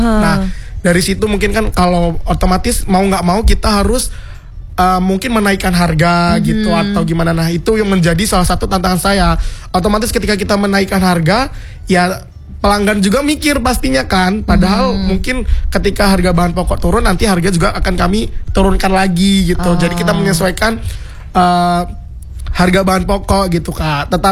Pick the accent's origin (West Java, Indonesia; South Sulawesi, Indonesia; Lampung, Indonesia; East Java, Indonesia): Lampung, Indonesia; saya ini berada di daerah yang cukup pelosok. Dimana sih? Di Kabupaten Mesuji.